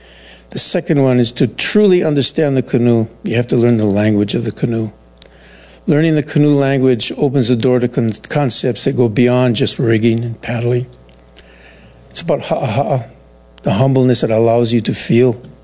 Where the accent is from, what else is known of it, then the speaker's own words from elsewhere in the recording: Hilo, Hawaii, United States; I'm from Hilo.